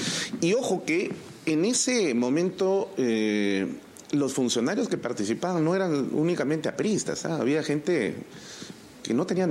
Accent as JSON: {"language": "Spanish", "town": "Huancayo", "region": "Junín", "country": "Peru", "said": "se llevó a cabo en Huancayo, en mi tierra"}